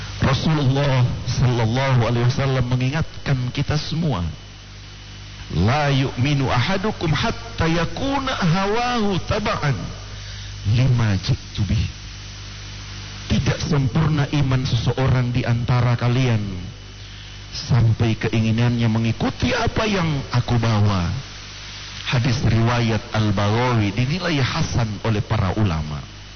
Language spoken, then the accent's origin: Indonesian; Gorontalo, Indonesia; di mana sebenarnya letak kebanggaan kita sebagai orang Gorontalo.